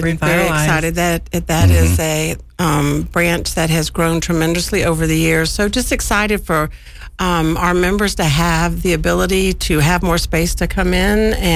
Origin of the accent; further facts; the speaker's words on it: Sumter, South Carolina, United States; This is home. My dad was military. We got stationed here. And so this has been home ever since.